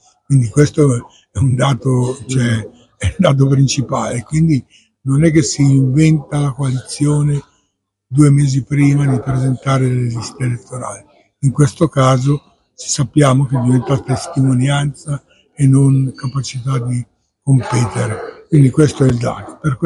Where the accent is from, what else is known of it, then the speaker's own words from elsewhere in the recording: Lecco, Lombardy, Italy; io vengo da Lecco